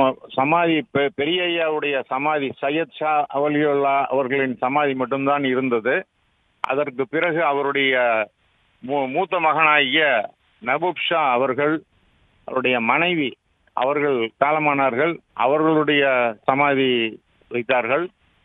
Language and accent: Tamil; Salem, Tamil Nadu, India; நான் சேலத்தில் இருந்து வருகிறேன்.